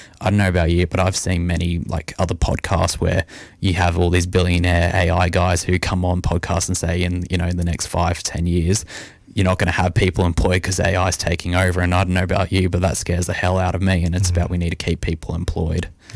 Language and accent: English; Murrumbateman, New South Wales, Australia; I grew up in Murrumbateman Bateman here, and I've lived on a horse farm in Murrumbateman, Bateman, so on a 40-acre block, and now I live on a 5-acre block with still horses, but not quite as many as before.